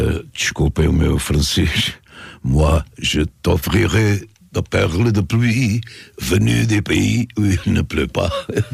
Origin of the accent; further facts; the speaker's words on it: Azores, Portugal; Eu, como açoriano, fico cheio de orgu